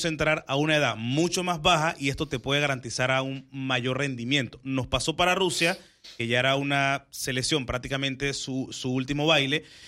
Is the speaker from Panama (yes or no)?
yes; Panama